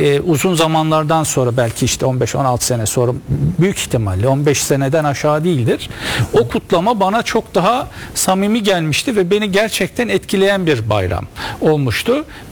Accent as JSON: {"language": "Turkish", "region": "Rize", "country": "Turkey", "tie": "born or raised there", "said": "Yani ben hocam söyledi, köyde büyüdüm ben. 13 yaşıma kadar köyde yaşadım."}